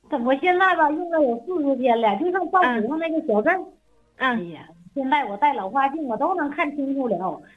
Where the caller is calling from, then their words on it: Shenyang, Liaoning, China; 哎，林老师好，我是沈阳的患者。